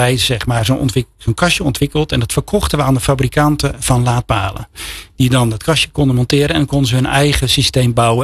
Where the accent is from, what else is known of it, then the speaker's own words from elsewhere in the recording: Netherlands; als Nederlander